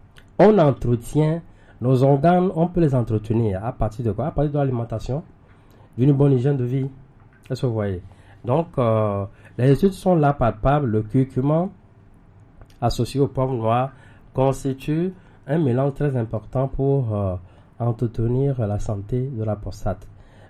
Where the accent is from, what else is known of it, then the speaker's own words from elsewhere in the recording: Togo; chez nous au Togo